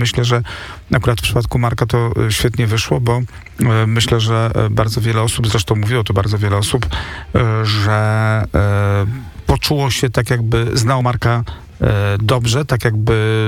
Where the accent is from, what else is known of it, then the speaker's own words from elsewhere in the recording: Warsaw, Masovian Voivodeship, Poland; now in Kraków, Poland; jak 20 lat temu się wyprowadziłem z Warszawy, jestem warszawiakiem, który się przyjął do Krakowa